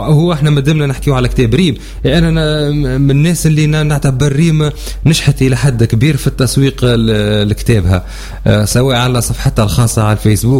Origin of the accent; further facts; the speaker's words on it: Tunisia; عندنا في تونس